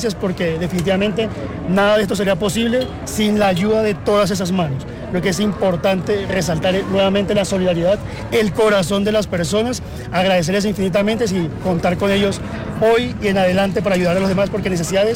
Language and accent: Spanish; Colombia; el gran corazón que tenemos como colombianos